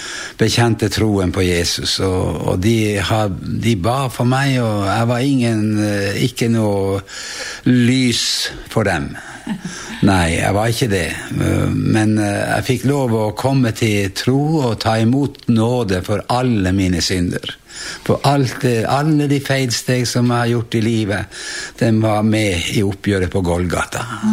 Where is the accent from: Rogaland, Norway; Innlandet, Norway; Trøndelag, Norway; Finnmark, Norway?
Finnmark, Norway; Vestre Jakobselv; Jeg kommer ifra Finnmark, nærmeste byen Vadsø og bygda i Vestre Jakobselv. Og vår slekt kommer fra Finland og var blant de første som innflyttet til den bygda da.